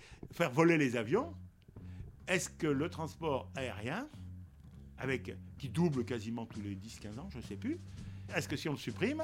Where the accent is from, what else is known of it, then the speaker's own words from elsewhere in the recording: Auvergne-Rhône-Alpes, France; sous le Massif Central, je suis auvergnat, les gens se rencontrent.